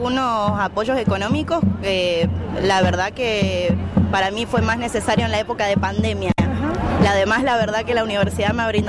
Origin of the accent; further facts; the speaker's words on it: Tierra del Fuego, Argentina; Somos de Tierra del Fuego, entonces la educación pública es la que nos dio la oportunidad de poder formalizar, de formarnos, claro.